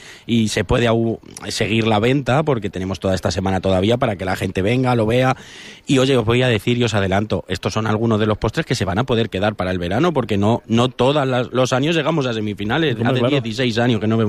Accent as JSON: {"language": "Spanish", "country": "Spain", "said": "y bueno, por lo menos como buen español celebrarlo con una fiesta."}